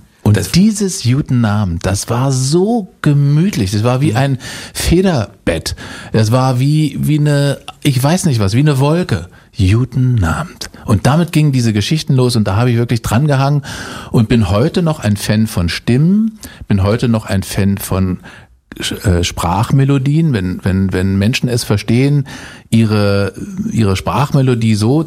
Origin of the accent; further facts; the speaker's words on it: Berlin, Germany; ich komme aus Mahlsdorf, genau gesagt.